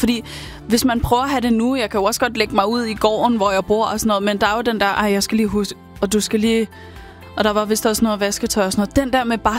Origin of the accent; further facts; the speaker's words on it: Hellerup, Capital Region of Denmark, Denmark; Vi er i mit barndomshjem i Hellerup.